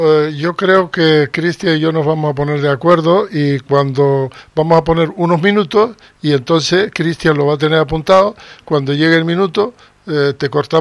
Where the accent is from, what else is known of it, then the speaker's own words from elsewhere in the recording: Western Sahara; Como saharaui es preocuparse de cuál va a ser el futuro.